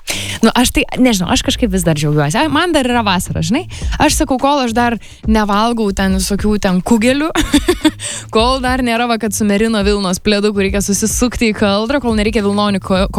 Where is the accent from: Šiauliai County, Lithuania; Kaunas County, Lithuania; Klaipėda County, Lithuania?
Kaunas County, Lithuania; Kaunas; mes patys esam iš Kauno.